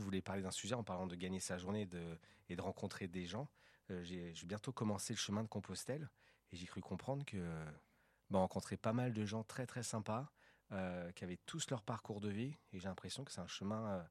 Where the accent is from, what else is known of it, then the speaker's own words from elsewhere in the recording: south of France, France; accent: southern French; j'ai l'accent du sud qui revient.